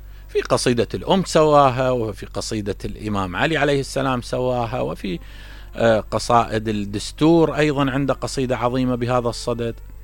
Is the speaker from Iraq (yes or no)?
yes; Iraq; هنا عندنا بالعراق